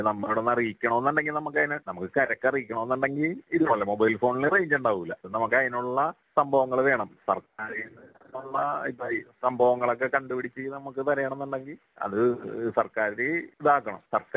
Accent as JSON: {"language": "Malayalam", "town": "Munambam", "region": "Kerala", "country": "India", "tie": "born or raised there", "said": "ഞാൻ മുനമ്പ സ്വദേശിയാണ്."}